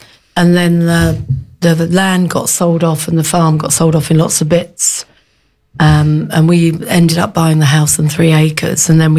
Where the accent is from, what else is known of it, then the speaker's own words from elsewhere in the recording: London, United Kingdom; now in Shadoxhurst, Kent, United Kingdom; We grew up in London.